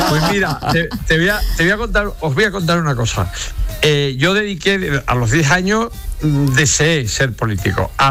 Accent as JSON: {"language": "Spanish", "region": "Andalusia", "country": "Spain", "said": "La patria es como la madre, pues es la que es, y mi patria es mi pueblo, y mi pueblo es el andaluz."}